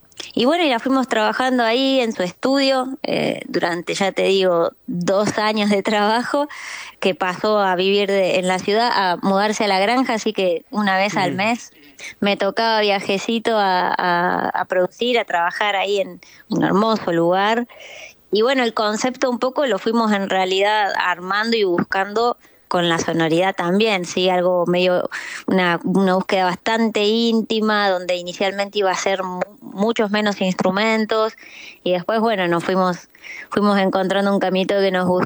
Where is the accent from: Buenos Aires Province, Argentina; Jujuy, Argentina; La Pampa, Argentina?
La Pampa, Argentina; moved away as an adult; now in Córdoba, Argentina; Y yo acá ya tenía a mis hermanos estudiando, entonces desde La Pampa es bastante común venirte a estudiar a Córdoba, y bueno, sin mucha vuelta terminé siendo una cordobesa.